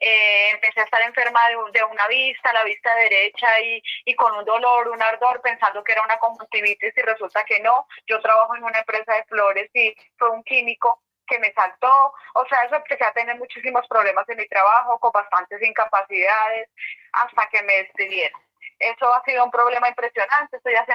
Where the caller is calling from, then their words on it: Guasca, Cundinamarca, Colombia; De Huasca.